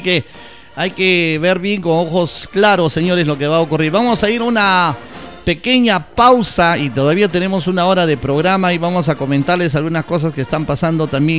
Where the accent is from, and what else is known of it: Peru